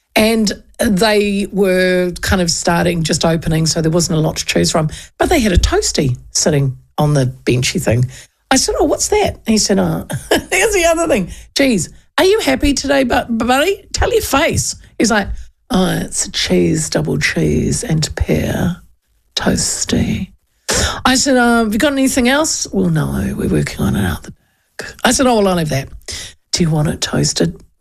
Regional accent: Hastings, Hawke's Bay, New Zealand; I interviewed this gentleman from Black Betty Barbecue Smoky Blue from my hometown of Hastings.

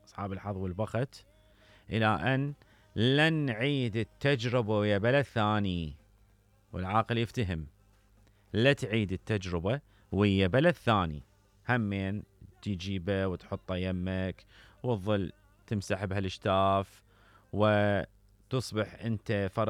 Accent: Iraq; مسؤوليتنا كعراقيين،

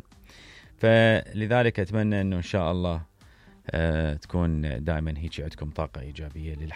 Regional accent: Iraq; إحنا نحكي عن فت سالفة صير عندنا بالعراق

